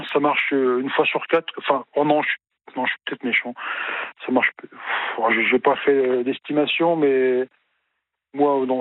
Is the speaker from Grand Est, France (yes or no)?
yes; Grand Est, France; Non, mais comme je suis lorrain, vosgien d'origine